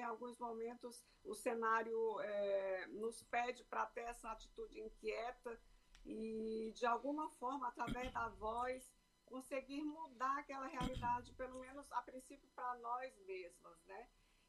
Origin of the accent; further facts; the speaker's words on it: Baturité, Ceará, Brazil; born there; Eu venho de Baturité, Ceará